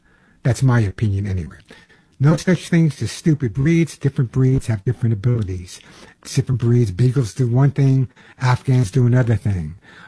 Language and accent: English; Long Island, New York, United States; She lived on Long Island, where I'm originally from. I know I got rid of my accent, but originally from Long Island.